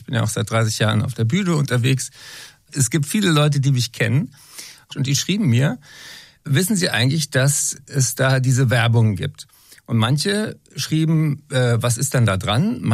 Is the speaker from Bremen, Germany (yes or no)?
no; Frankfurt, Hesse, Germany; born there; Ich bin ja sogar in Frankfurt geboren.